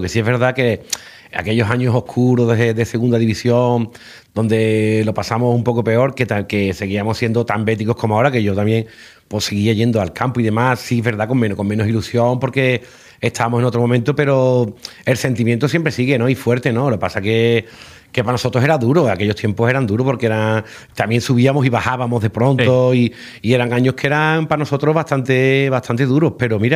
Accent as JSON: {"language": "Spanish", "town": "El Viso del Alcor", "region": "Andalusia", "country": "Spain", "tie": "born or raised there", "said": "Yo soy del Viso del Alcor"}